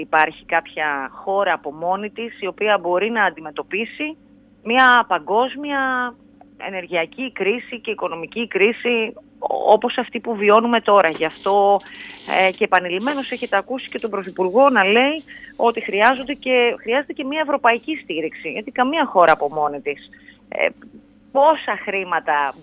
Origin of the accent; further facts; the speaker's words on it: Thessaloniki, Central Macedonia, Greece; έτσι μεγάλωσα στη Θεσσαλονίκη